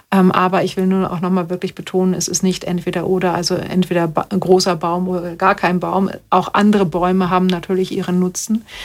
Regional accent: Germany; now in Austria; ich als Deutsche in Österreich

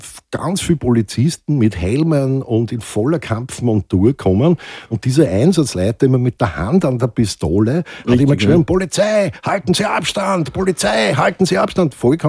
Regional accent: Carinthia, Austria; ich bin ja selber Kärntner Slowenien.

